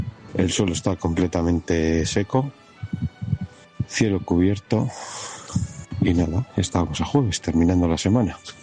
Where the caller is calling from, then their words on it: Basque Country, Spain; en Astrabúa tenemos 16 graditos